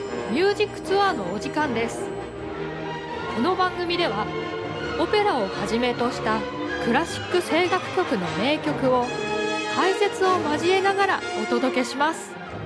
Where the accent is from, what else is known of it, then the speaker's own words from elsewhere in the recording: Hachinohe, Aomori, Japan; 八戸出身ソプラノ歌手